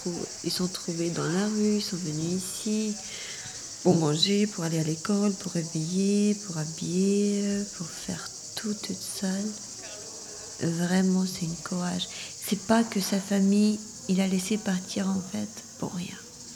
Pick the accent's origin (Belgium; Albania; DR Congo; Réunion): Albania; French is a second language; now in France; Oui, mais je suis venue de l'Albanie.